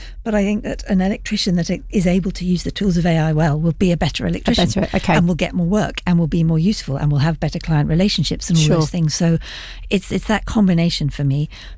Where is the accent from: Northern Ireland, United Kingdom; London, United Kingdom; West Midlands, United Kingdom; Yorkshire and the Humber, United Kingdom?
London, United Kingdom; I'm a Londoner through and through. I care about this city